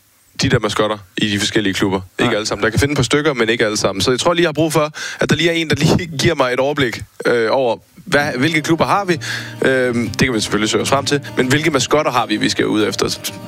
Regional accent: Funen, Region of Southern Denmark, Denmark; For jeg er gammel fynbo

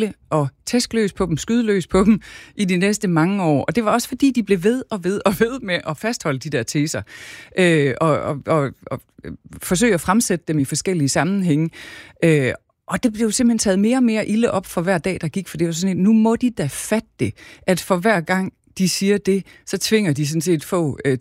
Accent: Zealand, Denmark; moved away as an adult; now in Kildebrønde, Denmark; i gamle dage, der var jeg søs fra Kalhave, og nu er jeg søs fra Kildebrønde. Altså, det er så tæt på, som det næsten kan blive. Jeg bor i et hus, der fuldstændig ligner det hus, jeg er vokset op i.

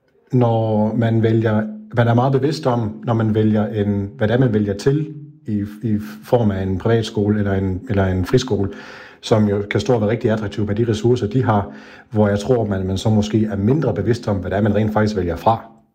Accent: Region of Southern Denmark, Denmark; now in Odense, Denmark; så er vi jo tilflyttere fra Sønderjylland, så vi kendte ikke faktisk overhovedet landskabet i Odense sådan rigtig skolemæssigt.

